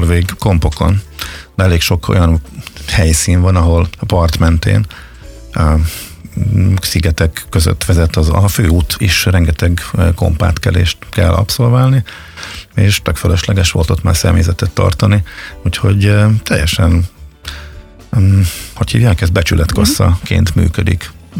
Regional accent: Zalaegerszeg, Zala, Hungary; ez a Zalaegerszegen nőttem föl, és onnantól kezdve volt ez egy nagy vágy

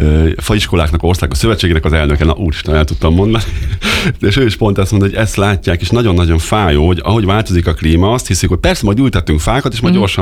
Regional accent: Cegléd, Pest, Hungary; például én ceglédi vagyok eredetileg, anyukámnál 0 milliméter volt, vagy 1.

